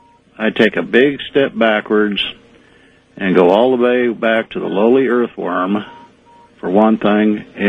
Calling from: Alto, Texas, United States; from Alto, Texas.

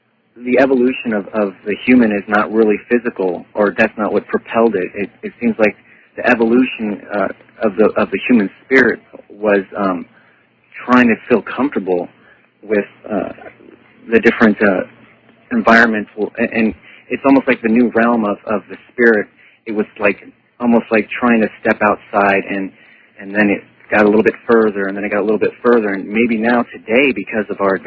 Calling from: Seattle, Washington, United States; I'm calling from Seattle.

